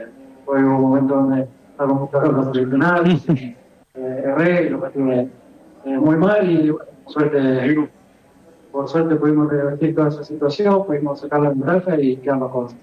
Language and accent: Spanish; Argentina; somos Argentina y siempre vamos buscando los partidos de cualquier rival